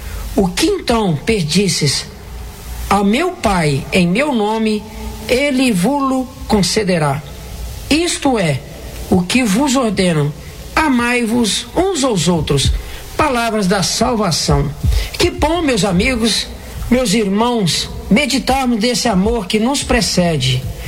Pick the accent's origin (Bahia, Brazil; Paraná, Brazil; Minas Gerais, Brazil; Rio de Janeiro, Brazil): Minas Gerais, Brazil; Piraúba; moved away as an adult; now in Boston, United States; sou mineiro da cidade de Piraúba, resido aqui nos Estados Unidos, na cidade de Boston, há quase 21 anos. Eu pertenço aqui à comunidade de Santo Antônio de Pádua, do padre Francisco Silva.